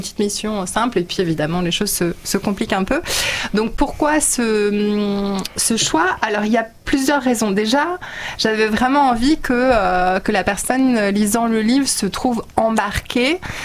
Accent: France; je suis née en France de parents hongrois.

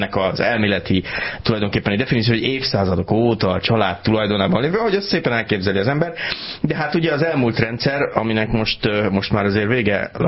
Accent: Zalaegerszeg, Zala, Hungary; ugye én zalaegerszegi származású vagyok

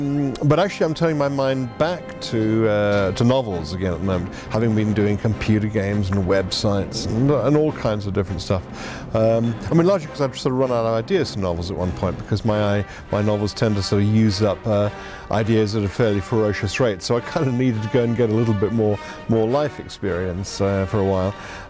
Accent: United Kingdom; I'm British and we are pedantic.

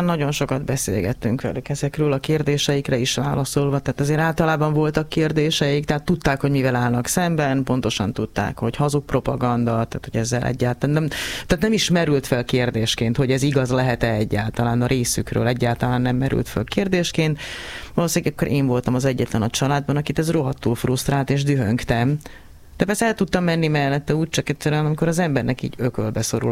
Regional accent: Slovakia; moved away; also born or lived in Prague; Szlovák állampolgárként kötelező volt, Prágában tanultunk, meg éltünk

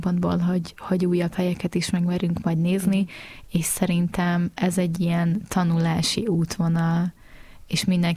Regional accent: Lébény, Győr-Moson-Sopron, Hungary; Én egy faluból származom egyébként, és abszolút lehet világutazóvá válni lébényi lakosként is.

